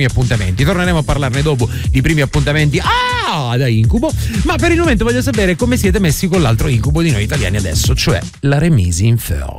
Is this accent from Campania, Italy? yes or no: no; Rome, Lazio, Italy; noi che siamo di Roma, il centro Italia, dimagriamo di meno.